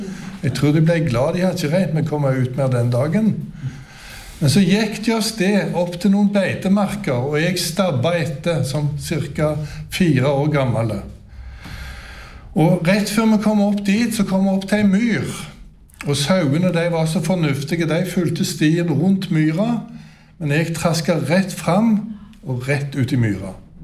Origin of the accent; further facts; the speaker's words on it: Tysvær, Rogaland, Norway; så växte jag upp på en gård bort i Tysvær som ligger 3 mil ifrån Haugesund. Där hade jag min barndomshem. Och jag var faktiskt odelsgutt hemma på gården också. Men jag blev aldrig någon bonde.